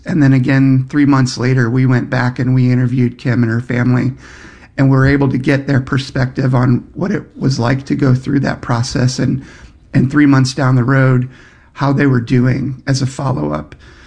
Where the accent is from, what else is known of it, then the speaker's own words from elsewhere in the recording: St. Louis, Missouri, United States; moved away; I was born in St. Louis and grew up there, really.